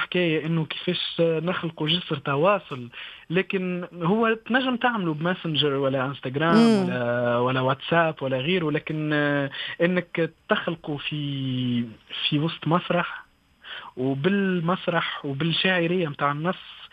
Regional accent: Tunisia; مكتوب بلهجتنا التونسية،

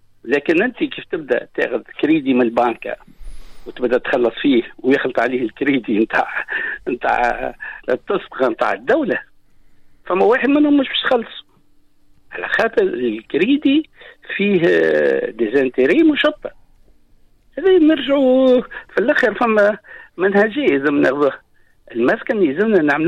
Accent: Tunisia; معناها انا كتونسي كان نحط اليوم مطلب يلزمني 200 سنة

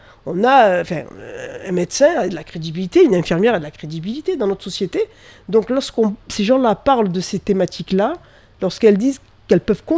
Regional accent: Tunisia; Je suis tunisienne, j'ai la double nationalité.

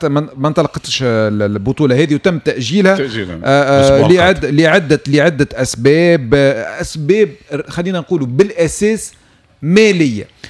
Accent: Tunisia; احنا عندنا في تونس

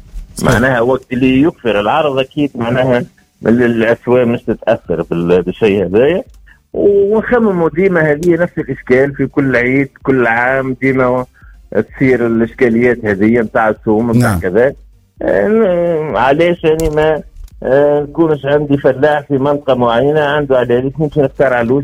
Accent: Tunisia

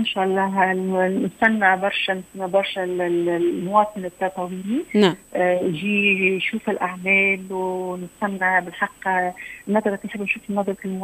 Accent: Tunisia; انا تونسيه

